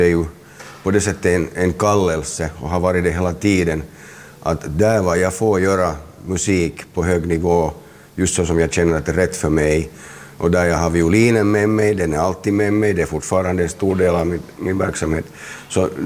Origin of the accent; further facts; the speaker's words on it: Helsinki, Uusimaa, Finland; jag är från Helsingfors och jag känner mig definitivt hemma på Drumsö där jag fortfarande har en bostad. Där jag har bott sedan jag var 1 år gammal.